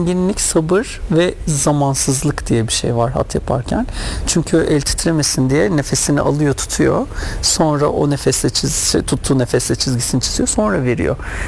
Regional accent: İzmir, Turkey; Bir gün ben İzmirliyim. Kemeraltı diye bir şeyimiz vardır, semtimiz, yerimiz vardır.

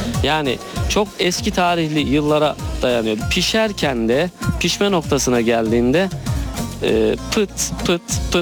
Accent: Ayaş, Ankara, Turkey; Ayaşlıyım, burayı, buralıyım. Öncelikle ilçemize hoş geldiniz. 41 yaşındayım.

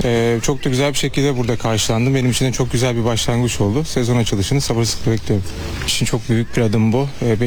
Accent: France; moved away as an adult; now in Turkey; Zaten Fransa'da doğdum, büyüdüm.

